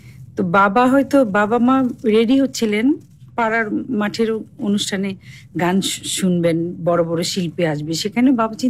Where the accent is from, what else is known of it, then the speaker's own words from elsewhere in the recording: Dhaka, Dhaka Division, Bangladesh; also born or lived in Kazipur, Sirajganj; প্রকৃতির সাথে বেড়ে ওঠা, আমি শান্তিবাগে যেটা বললেন, আমার জন্ম হয়েছে হলি ফ্যামিলি হাসপাতালে।